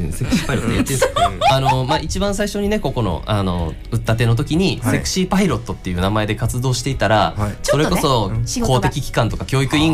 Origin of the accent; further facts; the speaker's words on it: Hyogo, Japan; 僕兵庫県出身なんですけど